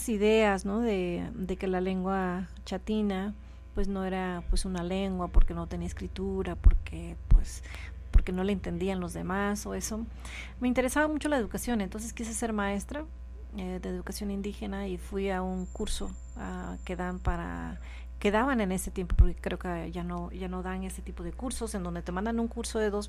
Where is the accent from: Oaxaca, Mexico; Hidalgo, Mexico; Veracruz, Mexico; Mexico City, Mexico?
Oaxaca, Mexico; born there; also born or lived in Santa Catarina Juquila